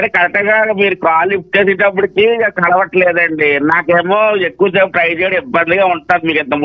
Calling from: Peddapuram, Andhra Pradesh, India

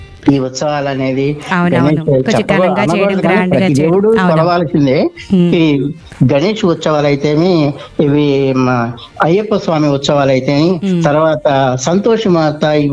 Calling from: Bhadradri Kothagudem district, Telangana, India; భద్రాద్రి కొత్తగూడెం జిల్లా నెవరు బస్తీ నుంచి మాట్లాడుతున్నాను.

